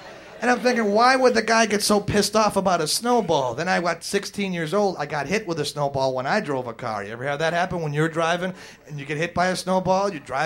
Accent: Wisconsin, United States; where I grew up in Wisconsin, we had the worst school lunches in America. Out of all 50 states, we were number 50.

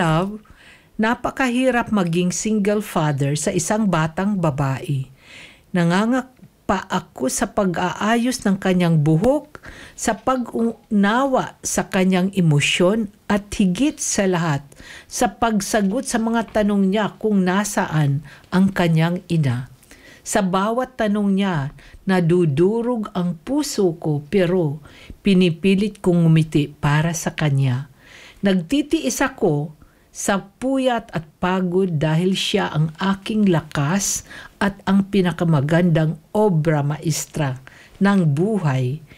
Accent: Manila, Metro Manila, Philippines; Buong Manila. Kasi from Cubao, nagtra-travel ako papuntang Tondo. Tondo girl as well. So doon ako nagtapos ng first year hanggang fourth year ako sa Tondo.

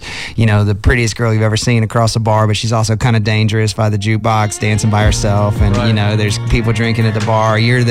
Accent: Austin, Texas, United States; I grew up in Austin, right? So I grew up playing these kind of, you know, back when Austin was a really country town, it was kind of smoky dive bars, cash only places

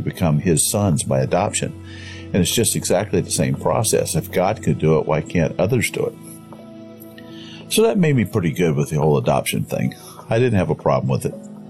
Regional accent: Concord, North Carolina, United States; I was adopted by a wonderful man and woman … And I was raised in Concord, North Carolina, which is in Cabarrus County in the beautiful heart of North Carolina in the Piedmont region.

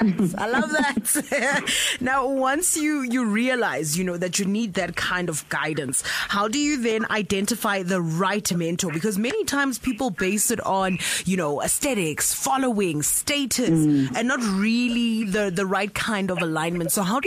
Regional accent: Kimberley, Northern Cape, South Africa; I love the fact that we are both from Kimberley

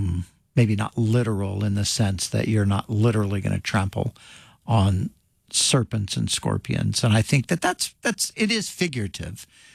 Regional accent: California, United States; And I said, well, I'm from California, where we have rattlesnakes as pets, so I'm not really worried about it.

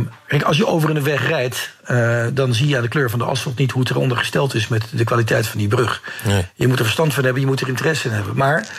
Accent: Netherlands; wij als Nederlanders

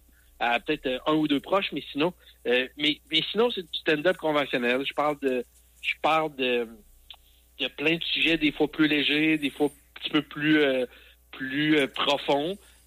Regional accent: Quebec City, Quebec, Canada; Je viens de Québec.

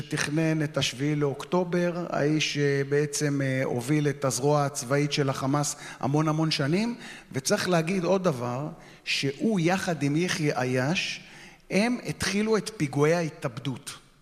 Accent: Ramat Gan, Tel Aviv District, Israel; אני גדלתי סמוך לגבעתיים ברמת גן, ואני גם בוגר קלעי גבעתיים.

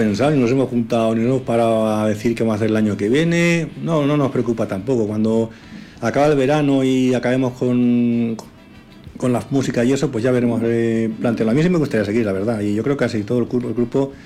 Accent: Villanueva de la Jara, Castilla-La Mancha, Spain; somos todos de la Jara.

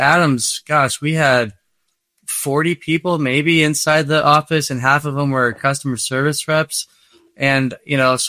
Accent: Canada; born there; So I was born in Canada, had to go through, get my citizenship to get clearance to work for a defense company.

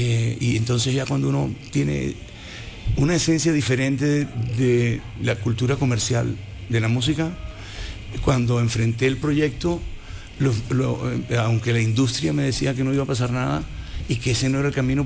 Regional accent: Puerto Rico; Ah, puñeta, es que vengo de Puerto Rico.

